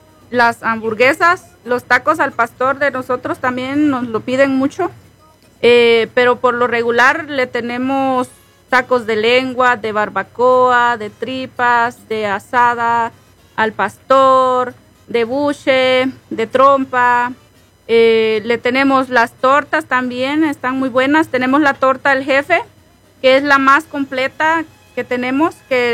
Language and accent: Spanish; El Salvador; moved away as an adult; now in Denver, United States; Yo soy salvadoreña, pero el mexicano es mi esposo. Yo empiezo a trabajar a los 15 años, empiezo a trabajar en El Salvador